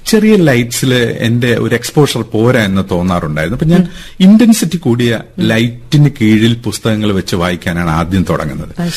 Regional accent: Thiruvananthapuram, Kerala, India; born there; moved away as an adult; also born or lived in Changanassery; തിരുവനന്തപുരത്ത് നിന്ന് അവിടെ ഒരു ഹോസ്റ്റലിലേക്ക് എത്തി

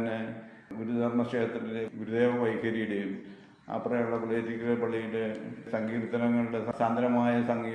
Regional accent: Kanjiramattam, Kerala, India; ഞാൻ കാഞ്ഞിരമറ്റം സ്വദേശിയാണ്.

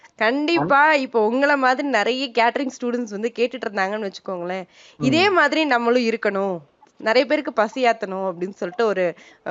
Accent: Theni, Tamil Nadu, India; நான் வந்து தேனி தாங்க.

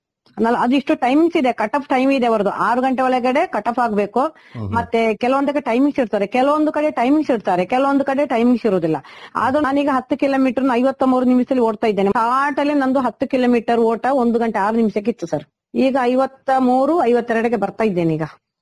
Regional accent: Karnataka, India; ಮತ್ತೆ ನನ್ನನ್ನು ನಮ್ಮ ಊರಲ್ಲೆಲ್ಲ ಗುರುತಿಸಿದ್ದಾರೆ. ಕುಂಬಳಚೇರಿಯಲ್ಲಿ ಚಿಗುರುನವರು ನನ್ನನ್ನು ಗುರುತಿಸ್ತಾರೆ

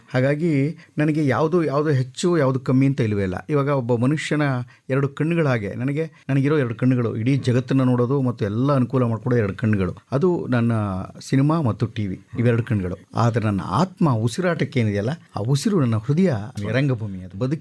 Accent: Nagamangala, Karnataka, India; also born or lived in Mandya; ನಾಗಮಂಗಲ, ಬೆಳ್ಳೂರು ನನ್ನ ಹೆಚ್ಚು ಸುತ್ತಾಟದ ಜಾಗ, ಬಿ ಎಂ ಶ್ರೀಯವರ ಬೆಳ್ಳೂರು ಮತ್ತು ನಾಗಮಂಗಲ ಭಾಳ ಅದ್ಭುತವಾದ ಜಾಗ. ಅಲ್ಲಿಯ ಗ್ರಾಮೀಣ ಪ್ರದೇಶದಲ್ಲಿ ಬೆಳೆದಿದ್ದರಿಂದ

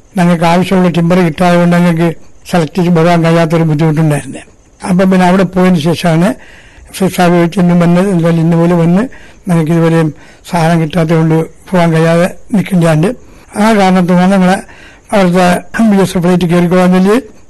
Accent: Kavaratti, Lakshadweep, India; ഞാൻ കവർച്ചി തന്നെ ജനിച്ച് കവർച്ചി തന്നെ വളർന്ന് പഠിച്ച

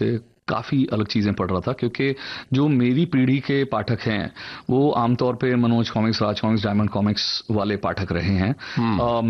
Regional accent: Bhilai, Chhattisgarh, India; मैं भिलाई में पला बढ़ा, औद्योगिक नगर है छत्तीसगढ़ का, पहले वो मध्य प्रदेश था

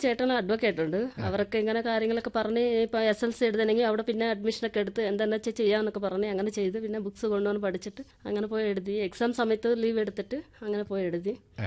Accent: Andhra Pradesh, India; moved away; Andhra Pradesh.

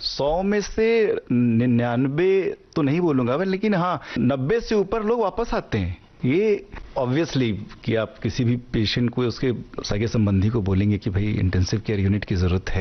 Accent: Prayagraj, Uttar Pradesh, India; now in Mumbai, India; मैं रहने वाला प्रयागराज इलाहाबाद, और पढ़ाई मैंने की है गोरखपुर मेडिकल कॉलेज से।

